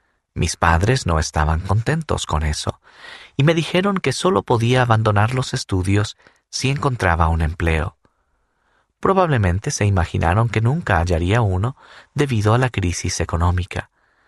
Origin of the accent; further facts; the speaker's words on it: Netherlands; moved away; La idea me atraía, ya que mi tierra natal, los Países Bajos, es un país pequeño y sobrepoblado.